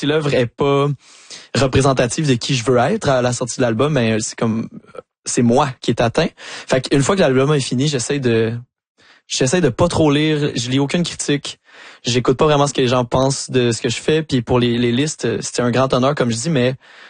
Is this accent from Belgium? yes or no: no; Saint-Hyacinthe, Quebec, Canada; parce que moi je viens de Saint-Hyacinthe qui est une